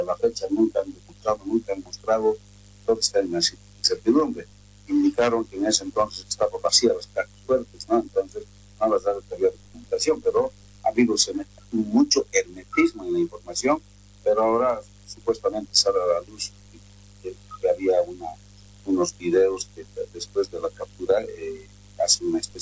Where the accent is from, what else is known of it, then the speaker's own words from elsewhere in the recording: Bolivia; simplemente nosotros como bolivianos, como una organización sindical, siempre exigimos y pedimos que se respete por soberanía nacional